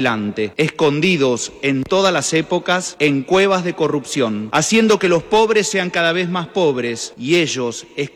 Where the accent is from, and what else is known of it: Argentina